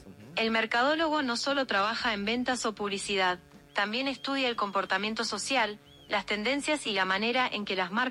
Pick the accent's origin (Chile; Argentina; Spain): Argentina; now in Mexico; la argentina más mexicana.